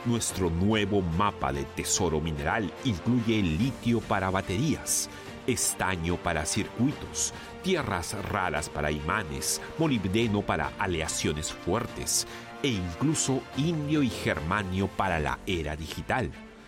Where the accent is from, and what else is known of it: Peru